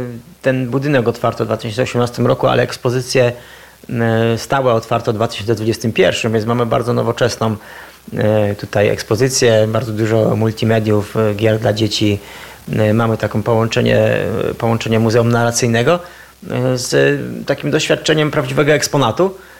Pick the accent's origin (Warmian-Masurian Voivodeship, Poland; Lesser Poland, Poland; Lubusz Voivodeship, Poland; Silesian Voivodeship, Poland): Lesser Poland, Poland; Myślenice; now in Kraków, Poland; Ja pochodzę z Myślenic i tutaj się wychowałem, chodziłem do szkoły przez wiele, wiele lat. Mieszkałem, no teraz z przyczyn takiej bardziej rodzinno-zawodowych mieszkam akurat w Krakowie, ale tutaj na co dzień też jestem.